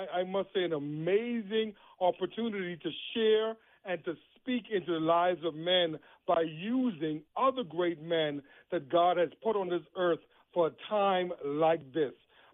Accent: Bahamas; moved away as an adult; also born or lived in Alabama; now in North Carolina, United States; So I'm originally from the Bahamas, and now I left the Bahamas, I went to school in Alabama, ended up moving from Alabama because they called me down to North Carolina

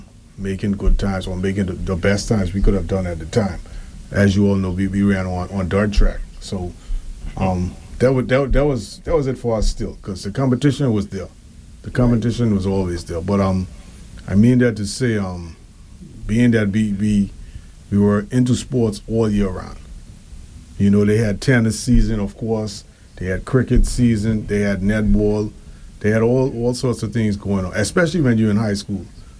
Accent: Cockburn Town, Turks & Caicos Islands; when we were growing up in Grand Turk

